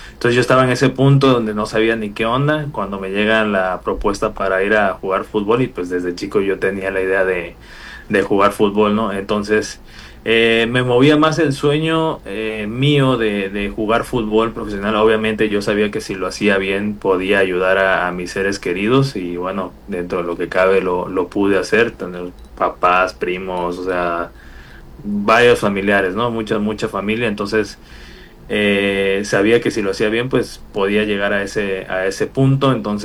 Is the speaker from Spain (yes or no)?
no; San Juan Evangelista, Veracruz, Mexico; vacaciones en mi casa en San Juan Evangelista, bueno, casa de mis papás en San Juan Evangelista, en mi pueblito.